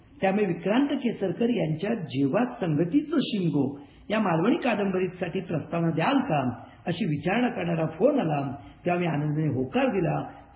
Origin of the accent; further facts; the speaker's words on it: Maharashtra, India; moved away; मला माझं कोकण म्हणजे माझं गाव आठवलं.